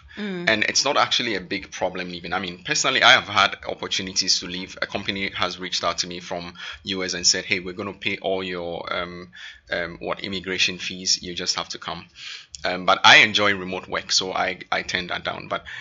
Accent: Ghana; But if it requires that maybe me being Ghanaian means that another investor may not necessarily be comfortable investing.

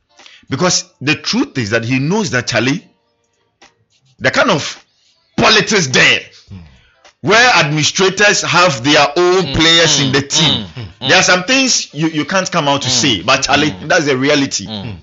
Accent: Ghana; I was just being a Ghanaian.

